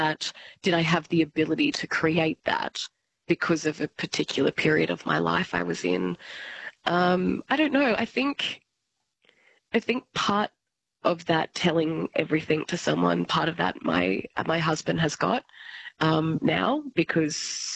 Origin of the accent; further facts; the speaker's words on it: Albury, New South Wales, Australia; In Albury-Wodonga, so I'm from Albury, yes.